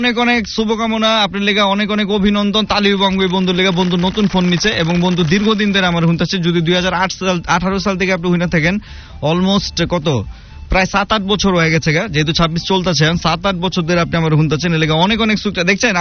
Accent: Dhaka, Dhaka Division, Bangladesh; accent: Old Dhaka dialect; আমি ভাই এই পুরান ঢাকার বাসায় এই যে কথা কইতেছি

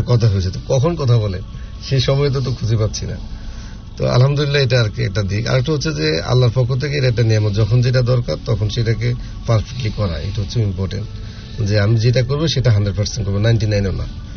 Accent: Lakshmipur, Chittagong Division, Bangladesh; আমি তো গ্রামের ছেলে, লক্ষ্মীপুরের একটা গ্রামে আমার জন্ম, তো সেখান থেকে বড় হয়।

